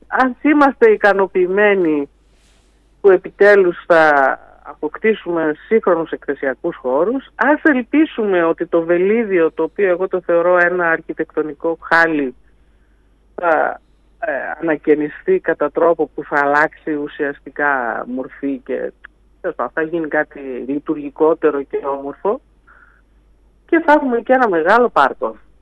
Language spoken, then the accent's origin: Greek; Thessaloniki, Central Macedonia, Greece; σαν Θεσσαλονικιά